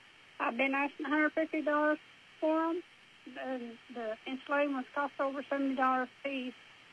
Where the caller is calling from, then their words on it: Paris, Arkansas, United States; I'm calling from Paris.